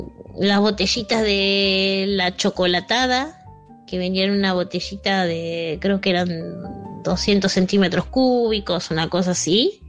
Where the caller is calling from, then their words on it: Caballito, Buenos Aires, Argentina; de Caballito.